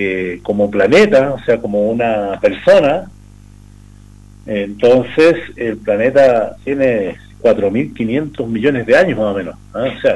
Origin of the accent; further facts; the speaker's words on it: Arica y Parinacota, Chile; lo que somos como región de Arica Parinacota